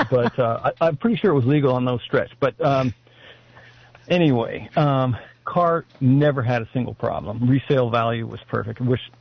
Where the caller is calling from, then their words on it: Live Oak, California, United States; in Live Oak.